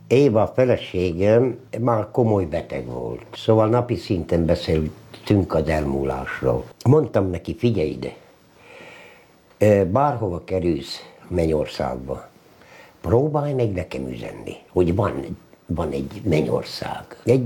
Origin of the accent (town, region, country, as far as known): Ózd, Borsod-Abaúj-Zemplén, Hungary; born there; moved away